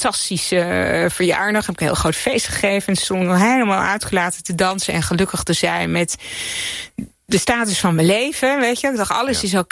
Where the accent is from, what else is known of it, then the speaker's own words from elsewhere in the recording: Zoeterwoude, South Holland, Netherlands; Maar nee, ik ben in Zoeterwoude opgegroeid. Dat is een dorp bij Leiden. Ik zat in Leiden op de middelbare school.